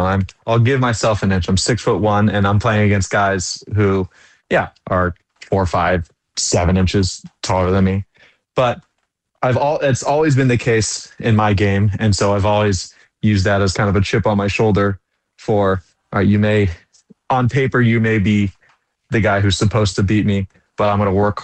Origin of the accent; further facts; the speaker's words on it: Los Angeles, California, United States; born there; this is my hometown for beach volleyball.